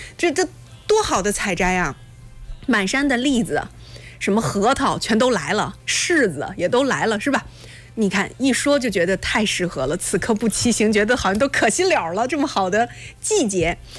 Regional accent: Shandong, China; 我作为一个山东人，以前学这个地理的时候觉得非常的惊讶

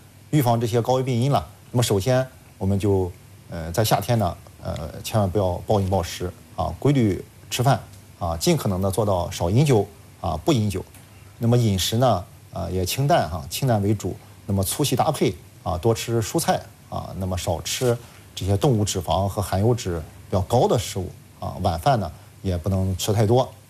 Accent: China; 我们中国人

